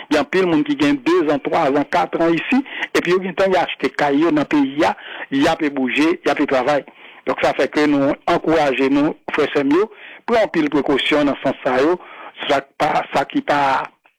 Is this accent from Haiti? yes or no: yes; Haiti; c'est haïtien nous. C'est un gros peuple noué, nous fait gros histoire